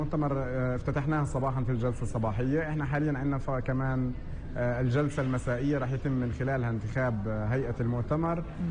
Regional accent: Palestine; إحنا كفلسطينيين

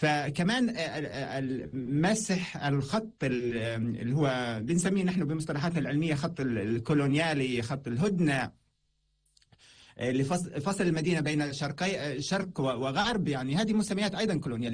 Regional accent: Palestine; نحن كفلسطينيين

